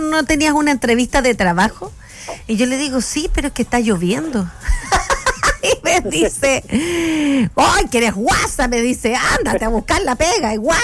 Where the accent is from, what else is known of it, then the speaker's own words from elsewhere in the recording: Iquique, Tarapacá, Chile; moved away; also born or lived in Santiago; viví en Santiago, yo me acuerdo, la primera, pues yo nortina toda la vida, pero de Iquique, no de Antofagasta.